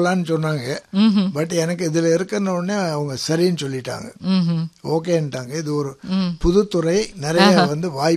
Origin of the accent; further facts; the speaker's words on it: Villupuram, Tamil Nadu, India; also born or lived in Chidambaram; Native வந்து எனக்கு விழுப்புரம், படிச்சது அண்ணாமலை பல்கலைக்கழகம்.